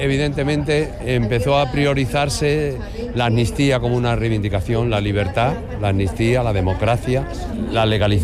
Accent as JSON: {"language": "Spanish", "area": "Cáceres", "region": "Extremadura", "country": "Spain", "moved": "yes", "said": "Yo ahora mismo que me he ido a vivir a mi tierra hace 2 años"}